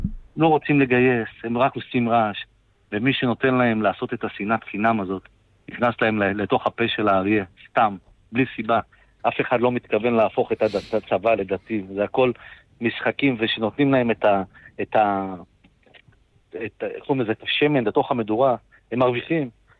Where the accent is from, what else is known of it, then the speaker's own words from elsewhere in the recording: Tel Aviv, Tel Aviv District, Israel; אני תל אביבי